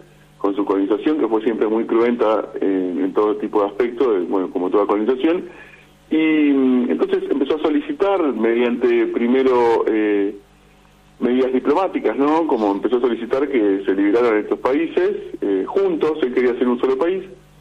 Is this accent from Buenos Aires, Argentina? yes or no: yes; Buenos Aires, Argentina; yo soy un argentino promedio, que vivo en la capital federal